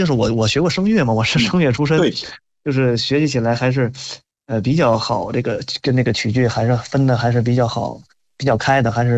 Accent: Tangshan, Hebei, China; accent: Tangshan dialect; now in Beijing, China; 我们老家唐山啊，

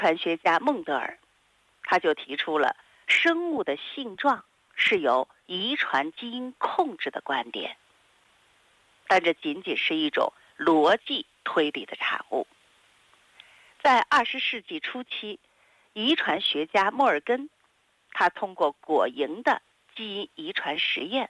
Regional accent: China

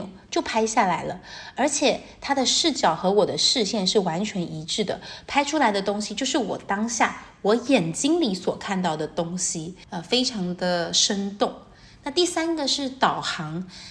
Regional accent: Taiwan; now in Hangzhou, China; Hello， 大家好。

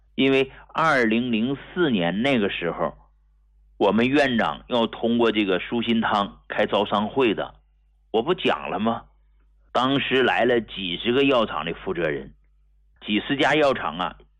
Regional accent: Hegang, Heilongjiang, China; moved away as an adult; also born or lived in Harbin; now in Beijing, China; 我是从黑龙江鹤岗工农区农村走出来的

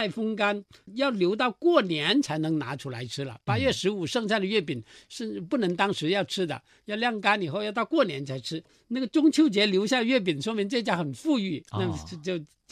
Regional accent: Guangxi, China; 我们广西壮族

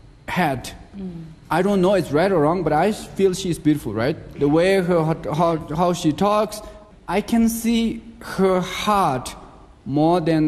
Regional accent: Ganzhou, China; I am from East Tibet, from Ganzhou, and I have a twin sister.

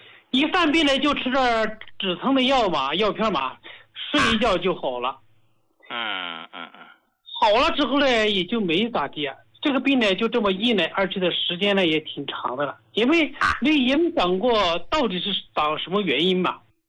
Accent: Hubei, China; 我是胡家老膏的受益者，我是湖北人，

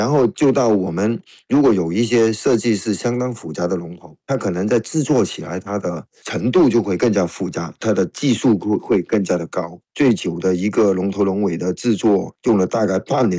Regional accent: Guangdong, China; 有很多中原的老百姓因为战乱，可能疾病、瘟疫等等的原因，慢慢逃难到了我们广东这边。

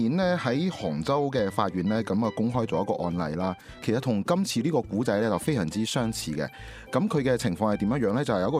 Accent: Guangdong, China; 我哋广东人讲嘅老作

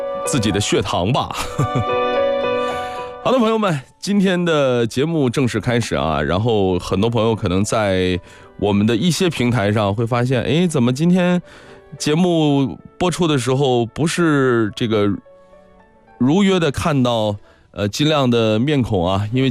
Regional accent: northern China, China; now in Guangdong, China; 我作为一个北方人了解的比较少。

